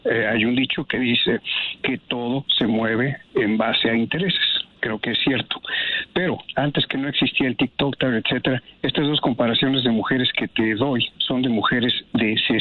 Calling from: Mexico; No exactamente, pero mexicano.

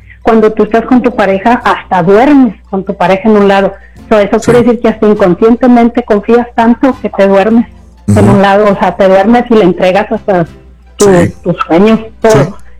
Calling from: Coahuila, Mexico; Soy del norte, soy de Coahuila.

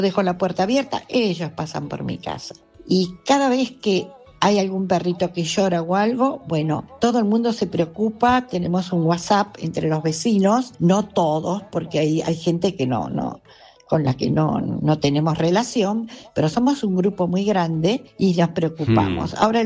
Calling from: Montserrat, Buenos Aires, Argentina; de Montserrat.

